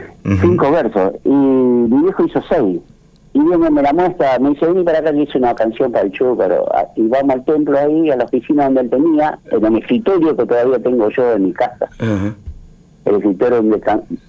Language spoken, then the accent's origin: Spanish; Santiago del Estero, Argentina; born there; Que desde el vientre de mi madre, cuando nací en Santiago del Estero, ya oía samba, canciones, folclore